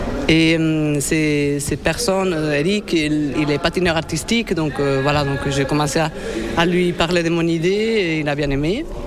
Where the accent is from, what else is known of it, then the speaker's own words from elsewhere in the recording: Madrid, Community of Madrid, Spain; j'ai fait un flashback dans ma jeunesse à Madrid, où en effet, je m'étais chaussée ces patins à roulettes dans les années 80